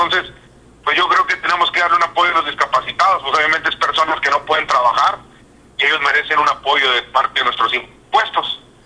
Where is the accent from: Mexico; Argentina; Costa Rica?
Mexico; Nueva Rosita, Coahuila; Allá en mi pueblo, donde yo soy, en Rosita